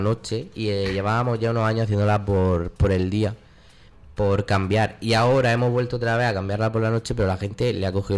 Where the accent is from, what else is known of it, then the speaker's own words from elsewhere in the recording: Alcantarilla, Region of Murcia, Spain; somos un barrio de Alcantarilla